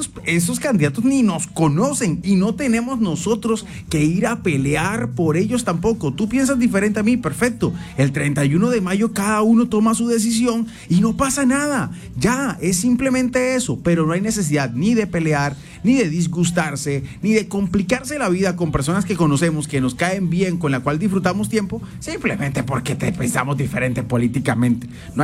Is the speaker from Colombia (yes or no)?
yes; Colombia; Somos colombianos, todos.